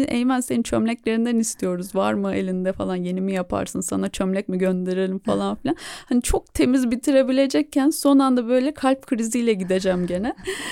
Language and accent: Turkish; Thrace, Turkey; madem Trakya'dan gelen bir sanatçı olarak orada bulunuyorum